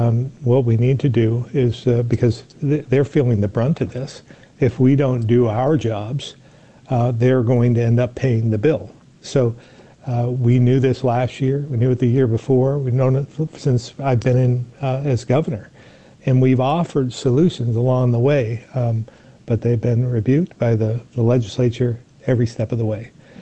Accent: Barre, Vermont, United States; So, you can look at it right here in central Vermont. I grew up in Barrie

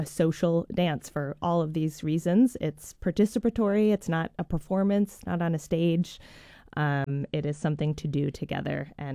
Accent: Vermont, United States; I grew up in Vermont, but didn't start contra dancing until after college.

